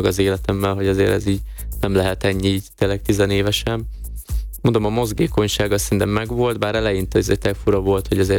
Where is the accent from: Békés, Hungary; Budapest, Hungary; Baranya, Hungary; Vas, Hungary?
Baranya, Hungary; Nagyváty; ugye a apukám maradt otthon a bátyámmal, ugye Pécs mellett, Nagyvátyon, uh-huh. Ugye a szülőfalumba